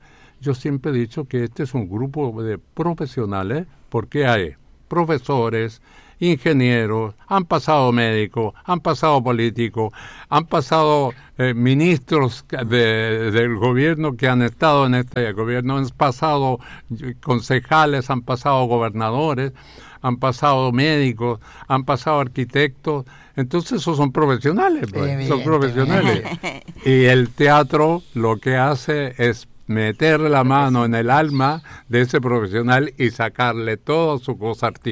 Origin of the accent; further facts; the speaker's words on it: Los Ángeles, Biobío, Chile; born there; mi ciudad, que yo la quiero mucho, mucho. Bueno, nací en Los Ángeles